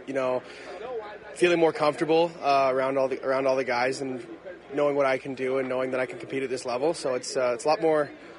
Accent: Burlington, Ontario, Canada; Burlington, Ontario. Grew up, yeah.

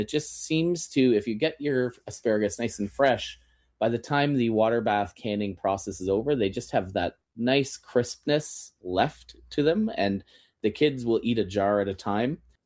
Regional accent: Kitchener, Ontario, Canada; I grew up in Kitchener

